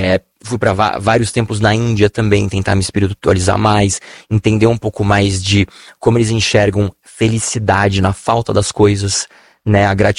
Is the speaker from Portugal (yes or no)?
no; Vila Militar, Brazil; é muito legal aqui eu crescendo na Vila Militar